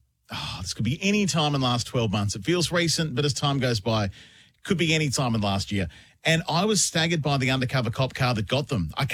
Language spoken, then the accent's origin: English; Victoria, Australia; I remember when my wife first got a driver's license, we grew up in Victoria and you had to blow into the stick.